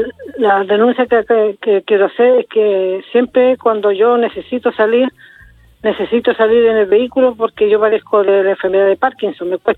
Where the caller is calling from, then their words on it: Lota, Biobío, Chile; Yo llamo de Lota, calle en población Bannen, calle Freire.